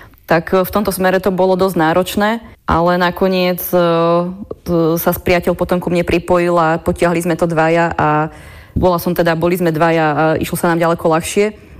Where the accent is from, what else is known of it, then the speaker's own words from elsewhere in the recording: Trenčín, Trenčín Region, Slovakia; Ja som sa na Trenčín veľmi tešila, práve preto, že je to moje domovské mesto